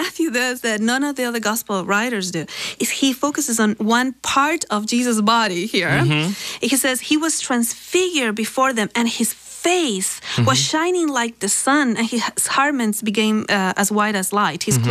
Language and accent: English; Argentina; accent: Argentinian; English is a second language; moved away; In my Argentinian accent